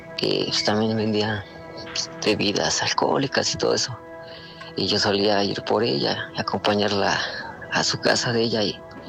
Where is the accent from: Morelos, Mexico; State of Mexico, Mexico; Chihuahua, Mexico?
State of Mexico, Mexico; Toluca; Soy de Toluca y … Soy de Toluca